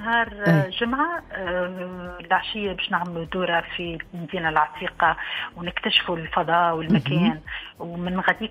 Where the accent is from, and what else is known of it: Tunisia